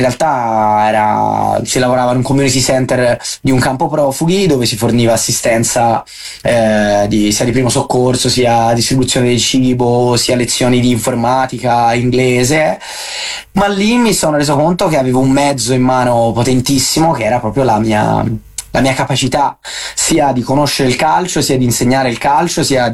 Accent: Bagno a Ripoli, Tuscany, Italy; Io sono di Bagnarripoli

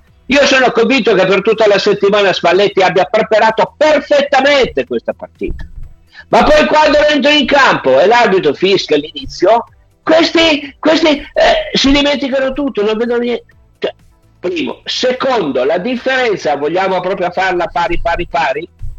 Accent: Turin, Piedmont, Italy; Io sono torinese e per me contano.

